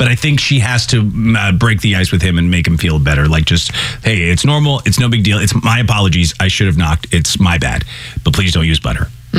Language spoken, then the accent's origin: English; Ireland; As an Irishman, I have like, I'd have to have a retina scan on, system set up to make sure it's me on my butter.